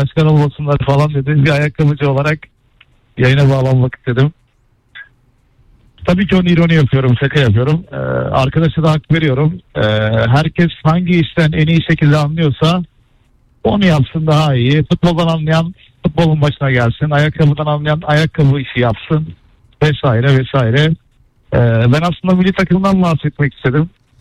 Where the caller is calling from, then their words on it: Istanbul, Turkey; İstanbul Kartal'dan arıyorum sizi.